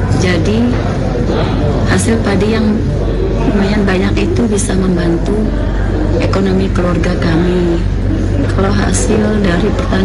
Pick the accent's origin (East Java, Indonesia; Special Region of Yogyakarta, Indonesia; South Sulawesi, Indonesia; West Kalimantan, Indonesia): West Kalimantan, Indonesia; Entikong, Sanggau; saya berasal dari Kecamatan Ntikong, Dusun Sontas.